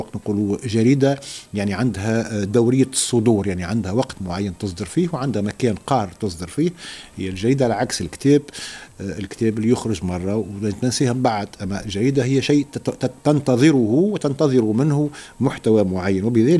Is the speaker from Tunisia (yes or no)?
yes; Tunisia; بعت لكم قائمة أخبار تهمنا كتونسيين،